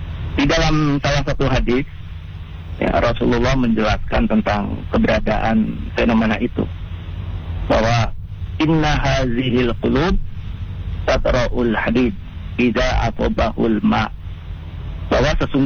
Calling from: Cimahi, West Java, Indonesia; Iya. Saya dari Cimahi.

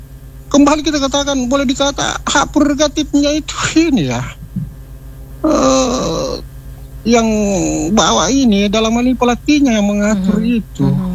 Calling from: Parepare, South Sulawesi, Indonesia; Kami selaku orang Parepare yang tentunya tempat home base-nya PSM ya

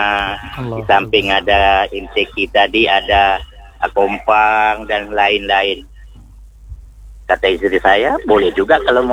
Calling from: Tanjung Pinang, Riau Islands, Indonesia; Tok Londe, Kampung Bulang.

